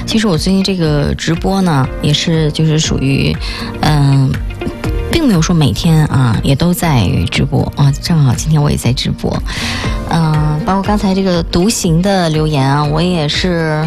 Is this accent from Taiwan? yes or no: no; Northeast China, China